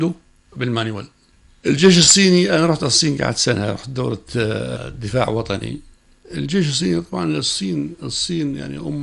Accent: Jordan; لأني أردني

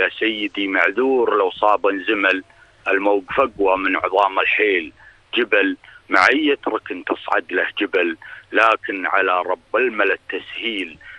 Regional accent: Saudi Arabia; في بلدنا المملكة العربية السعودية

